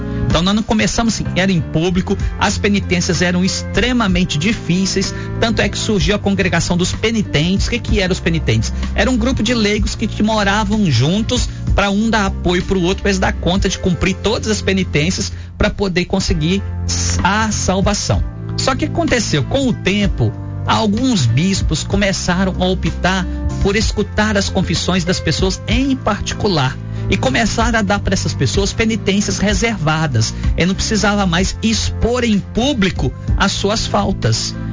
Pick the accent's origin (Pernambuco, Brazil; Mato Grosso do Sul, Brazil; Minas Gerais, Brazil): Minas Gerais, Brazil; Rio Pomba; moved away; Lá faz parte da nossa infância, nós crescemos lá em Rio Pomba